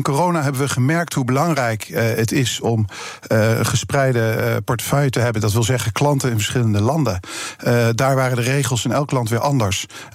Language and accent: Dutch; Netherlands; Daarbij hebben we ook een goede reputatie als Nederlanders.